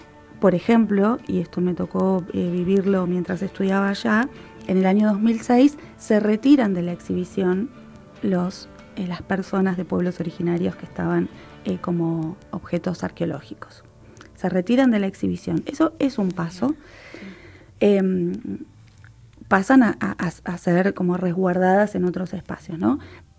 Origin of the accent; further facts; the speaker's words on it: Río Turbio, Santa Cruz, Argentina; Recordemos que yo soy de Río Turbio